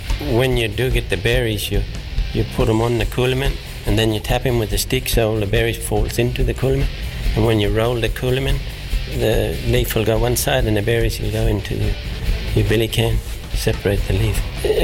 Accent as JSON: {"language": "English", "region": "Northern Territory", "country": "Australia", "tie": "born or raised there", "also_born_or_lived": "Banka Banka", "moved": "yes", "lives_now": "Tennant Creek, Australia", "said": "I was born on Elroy Down Station. I lived in Tennant Creek for about 30 years now"}